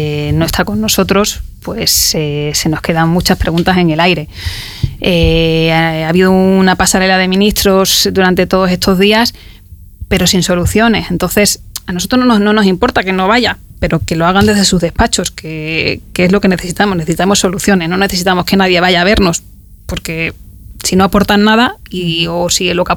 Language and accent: Spanish; Ceuta, Spain; alguien de Ceuta me parece irrisorio, porque llevamos toda la vida conviviendo